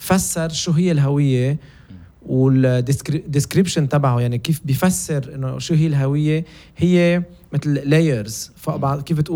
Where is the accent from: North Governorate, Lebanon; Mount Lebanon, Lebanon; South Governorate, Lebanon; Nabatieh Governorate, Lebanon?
Mount Lebanon, Lebanon; also born or lived in Beirut; وأنا من جبل لبنان، يعني بعتبر حالي